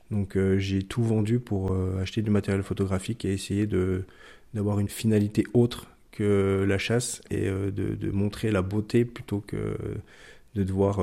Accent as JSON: {"language": "French", "town": "Mouthe", "region": "Bourgogne-Franche-Comté", "country": "France", "tie": "born or raised there", "said": "le Haut-Doubs je le connais depuis tout petit puisque j'ai grandi à Moutes, donc à quelques kilomètres d'où j'habite actuellement."}